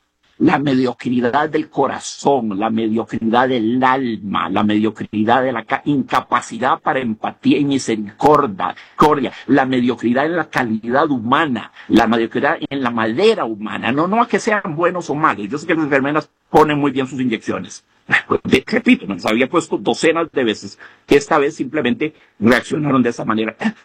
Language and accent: Spanish; Costa Rica